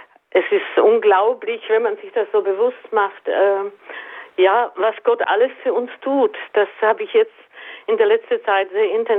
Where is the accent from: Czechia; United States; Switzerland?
Czechia; Und zwar, ich komme aus Tschechien und habe mit 15 den Glauben verloren